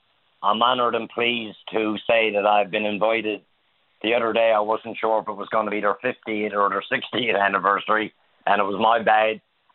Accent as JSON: {"language": "English", "region": "Newfoundland and Labrador", "country": "Canada", "tie": "born or raised there", "said": "I grew up in Babel's Big Pond"}